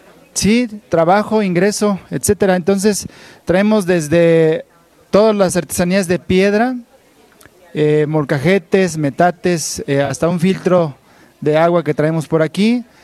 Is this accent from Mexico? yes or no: yes; Atzalán, Veracruz, Mexico; moved away; Venimos de Atzalán, Veracruz, de la zona Totonaca.